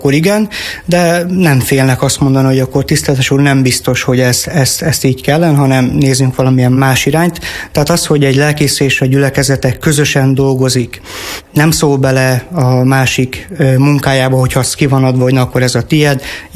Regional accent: Fornos, Zakarpattia Oblast, Ukraine; also born or lived in Szerencs, Hungary; now in Hernádnémeti, Hungary; Magam is ugye olyan közegből jövök az én kárpátai fornosi anyagyülekezetemből, ahol tulajdonképpen az ifiben nőttem fel

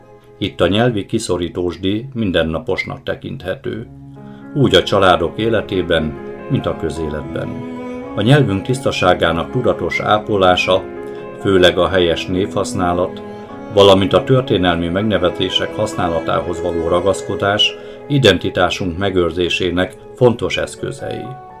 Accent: Košice Region, Slovakia; moved away as an adult; now in Levice, Slovakia; Bodrog közben szülőföldemen, amelynek lakosságát ma is 95%-ban magyarok lakják

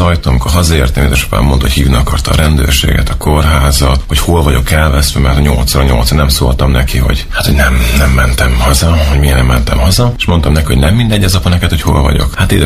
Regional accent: Szentes, Csongrád-Csanád, Hungary; born or raised there; now in Debrecen, Hungary

